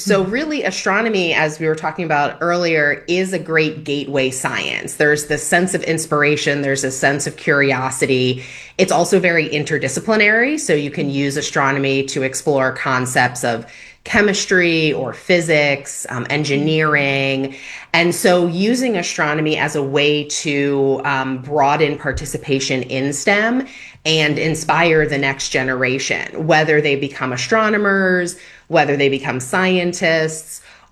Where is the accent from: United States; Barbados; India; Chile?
United States; East Coast; And I grew up on the East Coast, so I had decent skies. I was in a suburban area.